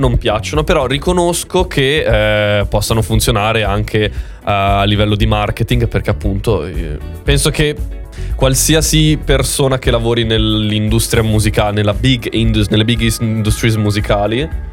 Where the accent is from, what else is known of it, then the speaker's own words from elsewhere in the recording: Milan, Lombardy, Italy; Io sono proprio di qua, di Milano.